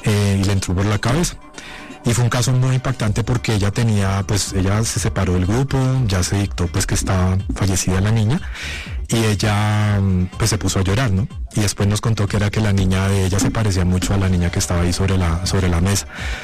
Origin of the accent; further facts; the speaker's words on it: Ginebra, Valle del Cauca, Colombia; y pues yo soy del Valle del Cauca, de Ginebra Valle, y trabajaba en Cali.